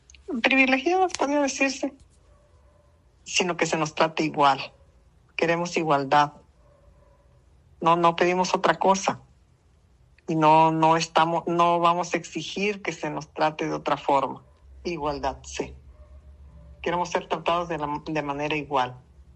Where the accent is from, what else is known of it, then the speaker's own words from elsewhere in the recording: Pinotepa Nacional, Oaxaca, Mexico; now in El Ciruelo, Mexico; porque yo estudié en la ciudad de Pinotepa, yo vivo en el Ciruelo, me casé para acá, pero yo de niña estudié ahí en Pino.